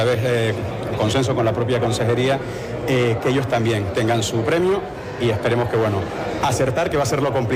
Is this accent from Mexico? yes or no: no; Canary Islands, Spain; accent: Canarian; Cada vez que triunfa un canario fuera, lo hace representando no solo nuestro deporte, nuestro acento, sino nuestra idiosincrasia.